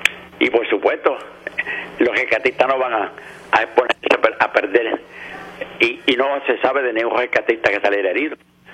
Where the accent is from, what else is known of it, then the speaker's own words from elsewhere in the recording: Corozal, Puerto Rico; now in Mayagüez, Puerto Rico; yo soy un jíbaro de Cuchillas de Corozal.